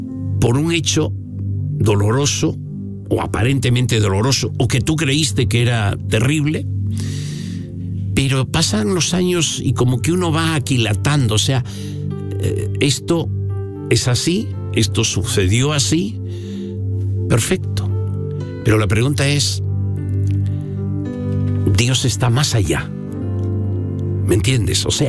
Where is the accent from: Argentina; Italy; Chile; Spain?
Spain; Castile and León; moved away; y en mi pueblo, en León.